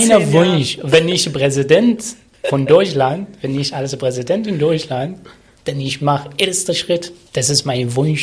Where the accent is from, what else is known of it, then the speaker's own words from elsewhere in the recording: Abu Dhabi, United Arab Emirates; German is a second language; now in Germany; Mitternacht kann ich gehen zum Shopping, weil das ist meine Heimat in Abu Dhabi, überall.